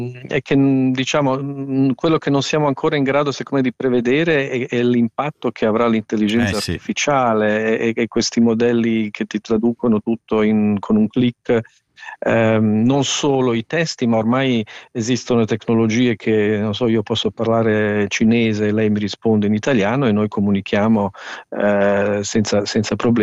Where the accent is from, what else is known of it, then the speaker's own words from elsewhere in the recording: Switzerland; nella nostro paese plurilingue